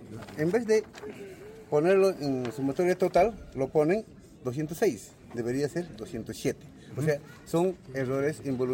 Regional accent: Vinchos, Ayacucho, Peru; mi pueblo de Vinchos

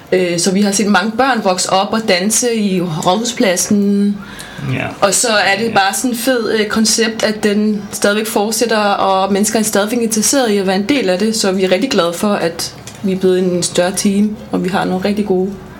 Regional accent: Tanzania; now in Denmark; Jeg er fra Tanzania.

